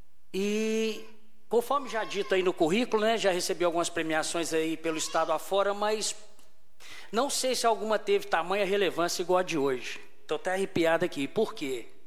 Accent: Dores do Indaiá, Minas Gerais, Brazil; E nós que somos de Dores, mais ainda, né? Conforme o Keninho disse, sou produtor rural, pequeno produtor rural na cidade

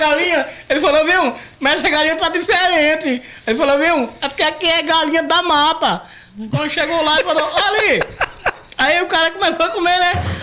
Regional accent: Penedo, Alagoas, Brazil; accent: Northeastern; moved away; also born or lived in São Paulo; Sou penedense.

